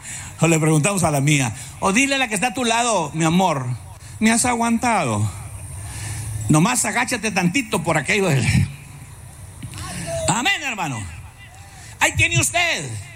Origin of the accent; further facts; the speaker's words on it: Mexico